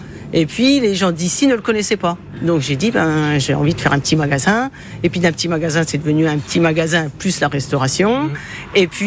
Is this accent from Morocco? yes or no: no; Fontenoy, Bourgogne-Franche-Comté, France; Ah non, moi je suis de Fontenoy. Enfin, j'habitais Fontenoy juste à côté. Bon, maintenant j'ai déménagé, c'est une autre histoire.